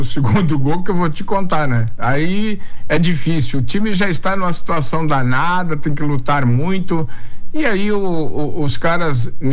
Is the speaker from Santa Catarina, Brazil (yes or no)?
yes; Santa Catarina, Brazil; como catarinense a gente torce